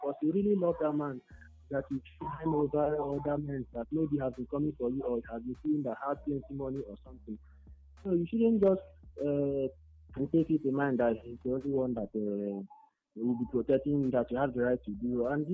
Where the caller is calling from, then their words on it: Enugu, Enugu State, Nigeria; I'm calling from Enugu.